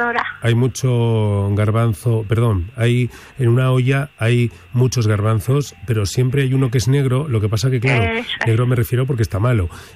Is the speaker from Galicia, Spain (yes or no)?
no; Burgos, Castile and León, Spain